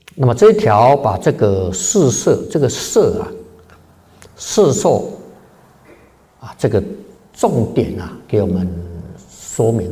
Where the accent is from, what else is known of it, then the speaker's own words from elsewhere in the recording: China; 我们中国人有一句话讲啊，礼多人不怪嘛啊